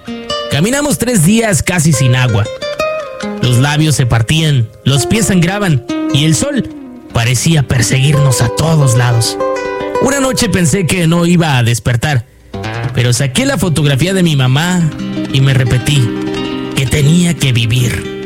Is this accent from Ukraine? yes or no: no; Honduras; now in United States; Jamás podré regresar a mi pueblo, eso es cierto, a mi bello país Honduras. Pero no tengo que quejarme. Estados Unidos tampoco me ha tratado tan mal.